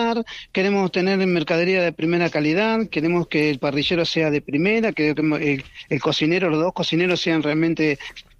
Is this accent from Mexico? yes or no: no; Argentina; Porque creo en mi Argentina, Marcelo, porque soy argentino